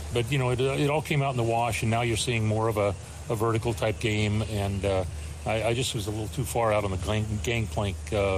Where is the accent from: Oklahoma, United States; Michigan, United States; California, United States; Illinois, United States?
California, United States; San Diego; my favorite player is Ted Williams growing up in San Diego.